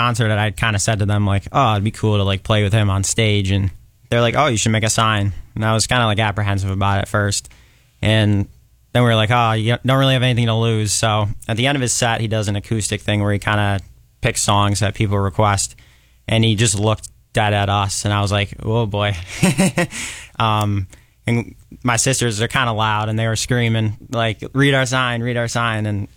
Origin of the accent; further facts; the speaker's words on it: Webster, New York, United States; I'm from Webster, New York. I'm 24 years old